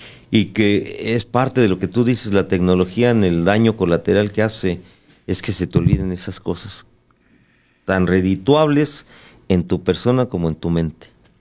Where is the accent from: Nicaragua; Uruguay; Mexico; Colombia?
Mexico; bueno, somos mexicanos, estamos alegando la soberanía. Pues esa soberanía quiere decirse que te tienes que sentir orgulloso de que eres mex